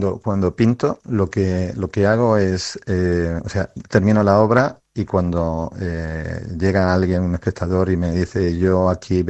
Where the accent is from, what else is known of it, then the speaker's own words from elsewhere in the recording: Torrevieja, Valencian Community, Spain; born there; o sea, yo soy nacido en Torrevieja